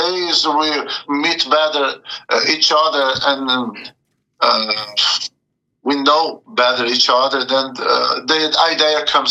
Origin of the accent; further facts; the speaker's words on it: Brazil; English is a second language; moved away; I was really young, around 10, around 11 years old, I started with a guitar. I'm from Brazil, you know.